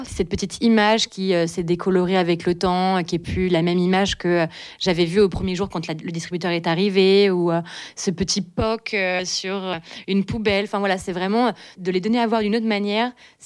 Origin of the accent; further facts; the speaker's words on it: Nouvelle-Aquitaine, France; now in La Rochelle, France; je suis installée à l'atelier Blétry à La Rochelle, mais je suis originaire du nord des Deux-Sèvres, près de la ville de Bressuire.